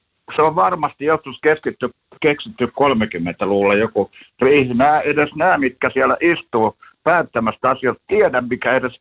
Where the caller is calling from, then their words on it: Helsinki, Uusimaa, Finland; kun mä olen Helsingistä